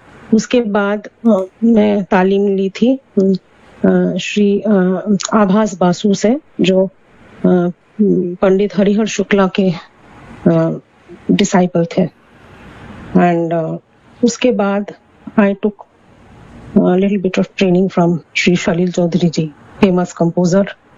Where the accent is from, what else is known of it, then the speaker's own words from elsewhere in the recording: Kolkata, West Bengal, India; now in Bangalore, India; मैं कलकत्ता से हूँ और अभी हम बैंगलोर में सेटल हो गए इधर ही। तो I am basically from a musical family.